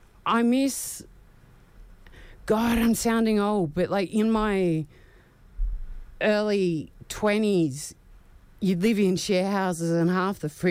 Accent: Wapengo, New South Wales, Australia; I grew up in Cherbourg. Wappingo, which is in between Tarthra and Bermagui on south coast. Yeah. And I grew up with incredible ties to the First Nations community there

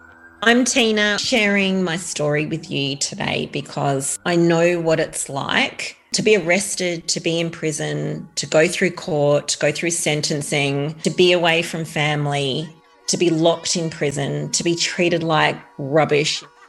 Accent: Adelaide, South Australia, Australia; I grew up in Adelaide's southern suburbs. It was a small hills community. I have a little sister.

